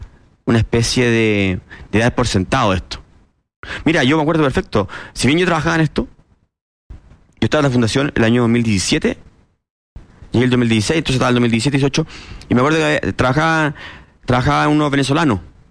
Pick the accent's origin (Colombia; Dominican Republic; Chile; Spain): Chile